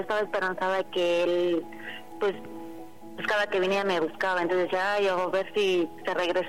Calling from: Guerrero, Mexico; Tengo 37 años y hablo del estado de Guerrero.

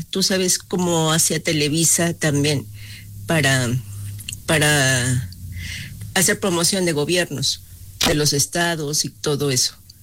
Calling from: Naucalpan, State of Mexico, Mexico; Hola Carmen, buenos días … de Naucalpan, Estado de México.

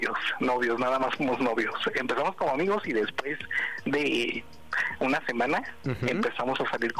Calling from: Mexico City, Mexico; Tengo 30 años y soy de la delegación Xochimilco.

